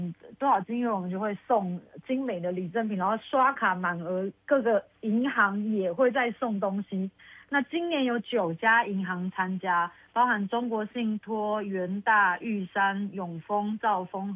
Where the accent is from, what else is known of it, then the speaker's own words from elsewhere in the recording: Taiwan; 因为我们生在这个宝岛